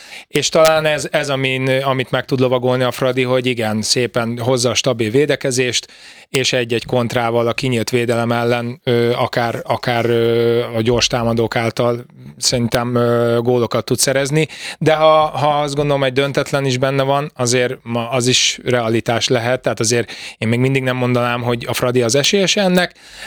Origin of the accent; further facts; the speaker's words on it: Hungary; moved away; also born or lived in Austria; én emlékszem, hogy kimentem Ausztriába kis magyarként